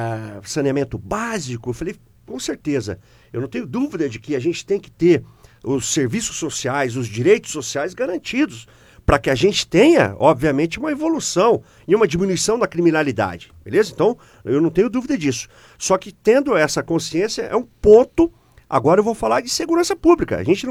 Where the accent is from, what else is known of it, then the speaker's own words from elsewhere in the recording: Guaíra, Brazil; born there; also born or lived in Porto dos Gaúchos, Mato Grosso; eu nasci em Portos Gaúchos, com um mês de vida, a gente veio aqui para Guaíra, trabalhava na roça catando algodão